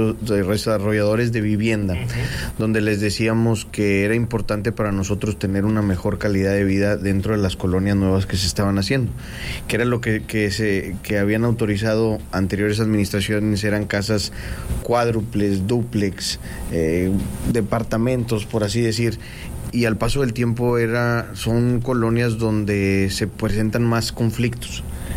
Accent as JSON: {"language": "Spanish", "town": "Salinas Victoria", "region": "Nuevo León", "country": "Mexico", "said": "todos los ciudadanos que somos de Salinas Victoria"}